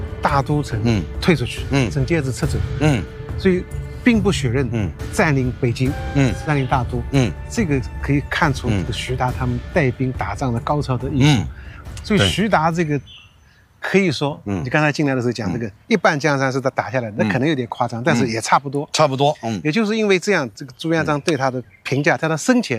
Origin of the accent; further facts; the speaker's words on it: Jiangnan, China; 我小时候生活在江南